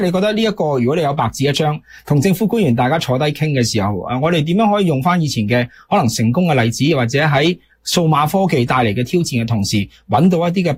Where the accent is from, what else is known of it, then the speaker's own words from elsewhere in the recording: Hong Kong; moved away; 我哋原居地啦，可能係即係我嚟自香港啦